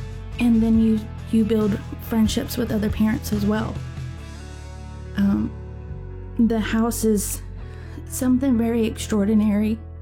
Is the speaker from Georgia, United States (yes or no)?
yes; Richmond Hill, Georgia, United States; I am from Richmond Hill, Georgia